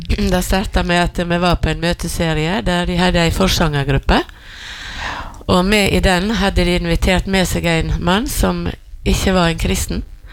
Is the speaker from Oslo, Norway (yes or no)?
no; Fitjar, Vestland, Norway; Det ble jo bygdesorg hjemme på Fitjar når Rasmus død.